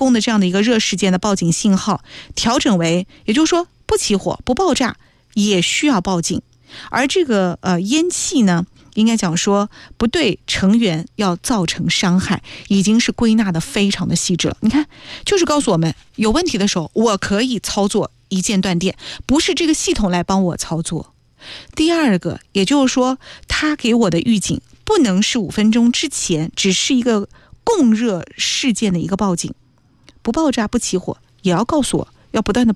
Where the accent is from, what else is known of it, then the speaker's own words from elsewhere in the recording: Nanjing, Jiangsu, China; 我们南京人